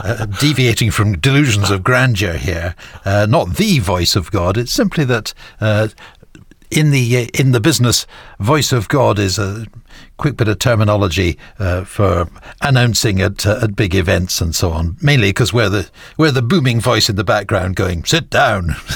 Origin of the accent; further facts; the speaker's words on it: London, United Kingdom; born there; also born or lived in Lawrence, Kansas; I was born in South London in 1960. We lived in South London for the first couple of years of my life.